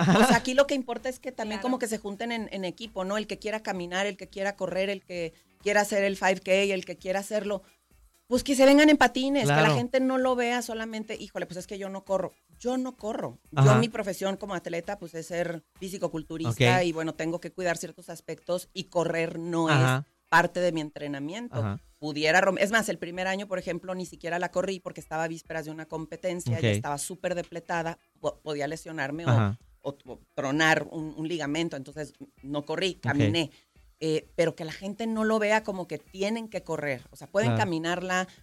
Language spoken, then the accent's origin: Spanish; Ciudad Juárez, Chihuahua, Mexico; soy chihuahuense, de Juárez, que viva, que esté, o vaya y venga aquí al Paso, Texas, pues al final somos ciudades hermanas.